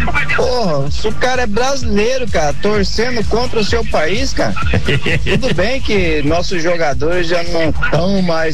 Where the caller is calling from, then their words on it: Brazil; Eu sou brasileiro e torço pro Brasil.